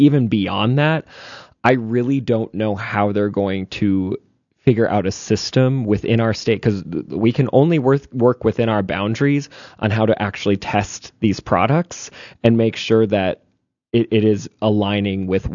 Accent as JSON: {"language": "English", "town": "Hatton", "country": "United States", "said": "I'm from Hatton, right? I'm from a small town, right?"}